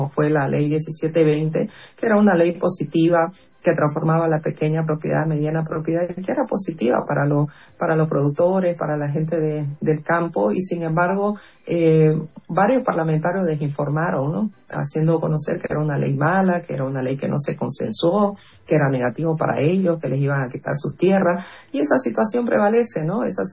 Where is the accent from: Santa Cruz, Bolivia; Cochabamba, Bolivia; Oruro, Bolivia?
Santa Cruz, Bolivia; los valores que tenemos como pueblo cruceño y como pueblo boliviano